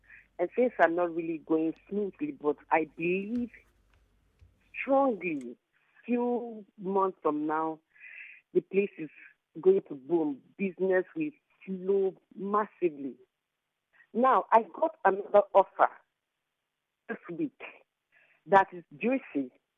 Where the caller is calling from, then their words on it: Port Harcourt, Rivers, Nigeria; I'm from Port Harcourt.